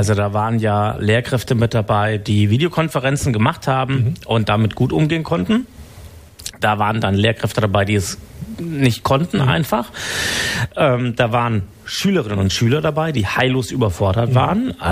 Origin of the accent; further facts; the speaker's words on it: Bavaria, Germany; moved away as an adult; now in Baden-Württemberg, Germany; Also ich komme ja ursprünglich aus Bayern und habe da mein Referendariat in Ingolstadt gemacht.